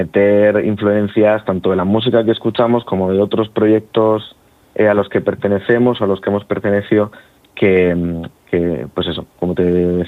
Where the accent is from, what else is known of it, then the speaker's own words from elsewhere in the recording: Region of Murcia, Spain; now in Madrid, Spain; Tanto María Ángela, bajista, como yo somos de Murcia. Entonces, pues eso, aunque el proyecto nace y nosotros vivimos en Madrid, pues estamos muchísimo en Murcia.